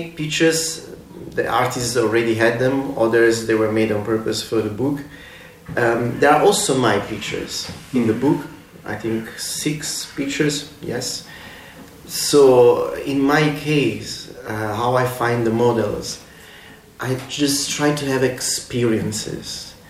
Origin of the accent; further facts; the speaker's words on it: Naples, Campania, Italy; English is a second language; it's a very common word in Neapel. I come from Naples, Neapel. And we often use the word bordello to indicate confusion.